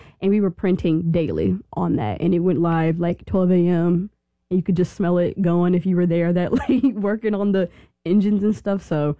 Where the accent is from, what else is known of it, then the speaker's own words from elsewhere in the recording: Raleigh, North Carolina, United States; also born or lived in Chattanooga, Tennessee; Yeah, I'm actually from Raleigh, North Carolina.